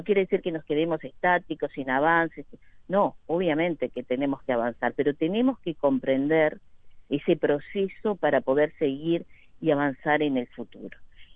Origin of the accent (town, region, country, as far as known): Uruguay